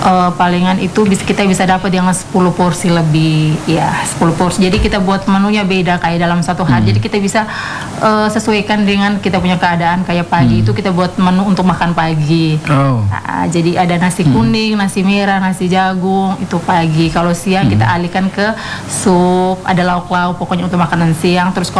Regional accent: Ende, East Nusa Tenggara, Indonesia; kita juga sendiri orang Ende

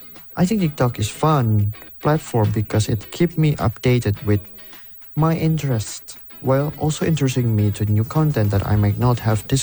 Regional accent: Surakarta, Central Java, Indonesia; English is a second language; My name is … I'm from Surakarta.

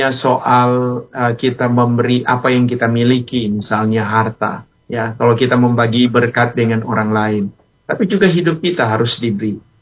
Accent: Manado, North Sulawesi, Indonesia; Walaupun kita orang Manado iya dapat rasanya tidak enak dan ya.

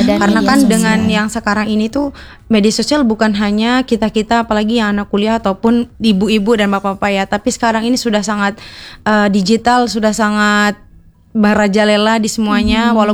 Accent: West Nusa Tenggara, Indonesia; Walaupun memang kita ini orang KLU ya, anak-anak KLU.

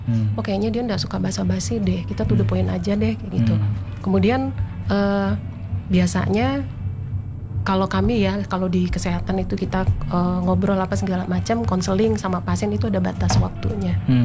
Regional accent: Pontianak, West Kalimantan, Indonesia; moved away; also born or lived in Yogyakarta; Ibu, saya Jawa, Bang, kebetulan. Ayah saya Chinese, Singkawang ya. Jadi sekolah di Jogja cukup lama, 2002 saya pulang ke Pontianak.

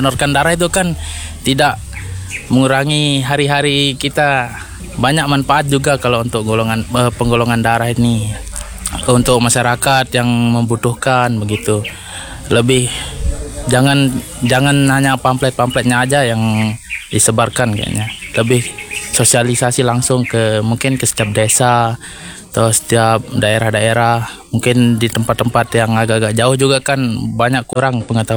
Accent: West Nusa Tenggara, Indonesia; saya dari Lombok Tengah.

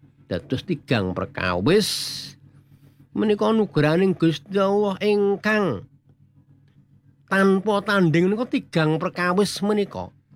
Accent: Kuwu, Central Java, Indonesia; Wonten malih menika ing kampung kula dusun ingkang sinebut Mbledhog menika ing Kuwu, dados sing daerah Kuwu menika purwa dadi sisih wetan.

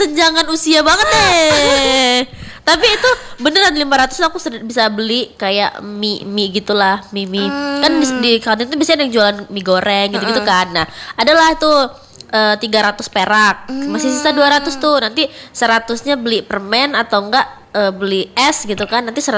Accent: Java, Indonesia; born there; aku dulu waktu SD yang karena di Jawa

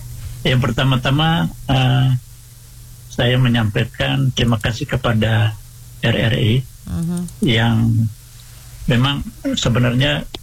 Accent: Ende, East Nusa Tenggara, Indonesia; saya sebagai orang Ende

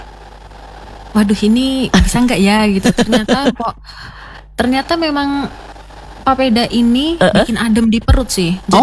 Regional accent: Central Java, Indonesia; now in Manokwari, Indonesia; Saya malah dari Jawa Tengah.

